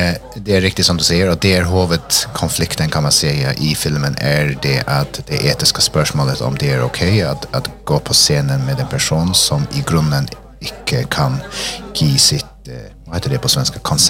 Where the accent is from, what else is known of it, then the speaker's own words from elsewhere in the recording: Faroe Islands; Jag kommer från Färöarna.